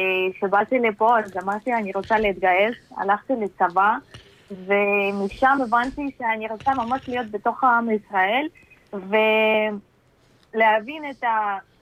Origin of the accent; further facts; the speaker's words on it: Czechia; Hebrew is a second language; now in Israel; עליתי מצ'כיה.